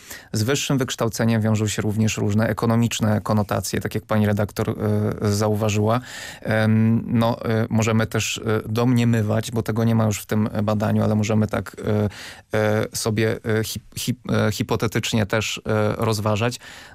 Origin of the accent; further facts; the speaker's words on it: Lublin Voivodeship, Poland; moved away; Ja pochodzę z niedużego miasta na Lubelszczyźnie